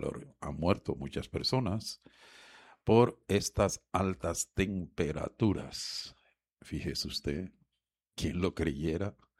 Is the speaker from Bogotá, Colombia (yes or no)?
no; Cartagena, Bolívar, Colombia; los cartageneros somos los perjudicados